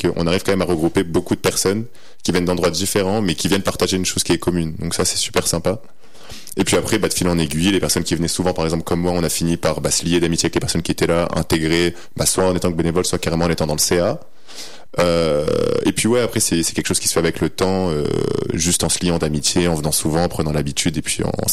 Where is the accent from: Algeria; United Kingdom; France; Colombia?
France; La Mure, Auvergne-Rhône-Alpes; En gros, moi j'ai commencé par le breakdance plus petit. Et comme à Lamure, c'était pas